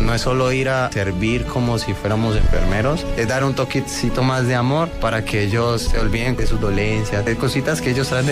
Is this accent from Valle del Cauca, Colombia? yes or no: yes; Palmira, Valle del Cauca, Colombia; Yo que soy de Palmira